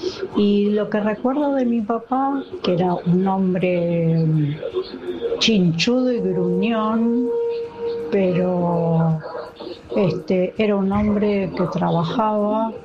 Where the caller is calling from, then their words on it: San Antonio de Padua, Buenos Aires Province, Argentina; de Padua.